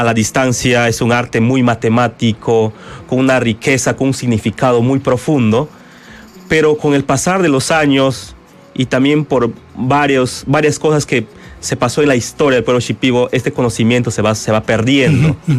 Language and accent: Spanish; Orellana, Loreto, Peru; yo nací en Orellana, que es una localidad que queda en la ribera del río Ucayali, más o menos en la mitad entre Iquitos y Pucallpa. Está en la mitad. A 2 kilómetros de Orellana queda una comunidad shipiba.